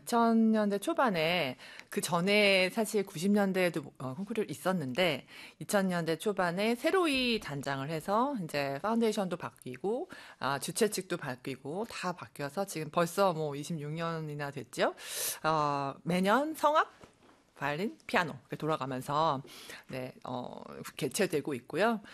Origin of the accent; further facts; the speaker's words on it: South Korea; 저는 어쨌든 한국 사람이니까